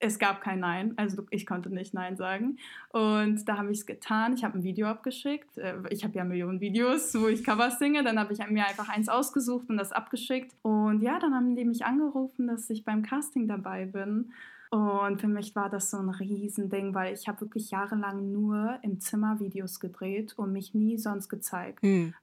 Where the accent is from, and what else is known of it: Montenegro